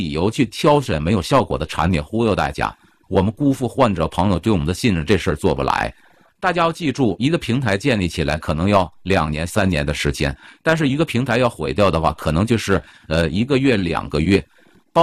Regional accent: China; moved away; 首先骨子里咱是中国人啊，要是一心追捧国外的话，我当初我不回国不就完了吗？

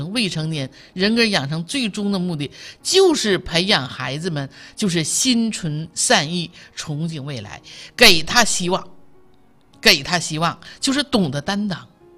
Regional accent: Northeast China, China; accent: Northeastern Mandarin; 这是咱东北话哈，

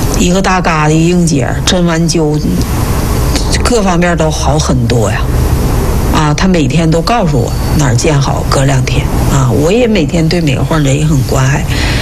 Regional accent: China; 所以说我们中国人既智慧啊

